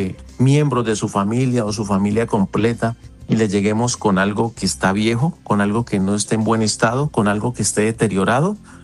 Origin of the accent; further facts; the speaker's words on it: Popayán, Cauca, Colombia; como colombianos, como payaneses